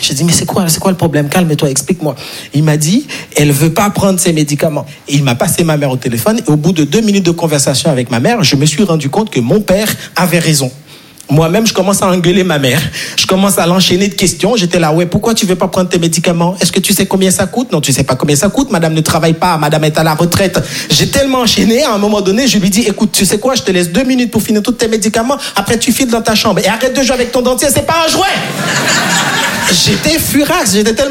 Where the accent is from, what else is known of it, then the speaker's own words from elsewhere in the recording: Haiti; moved away; Je suis né et grandi en Haïti, et en Haïti, on n'a pas les quatre saisons.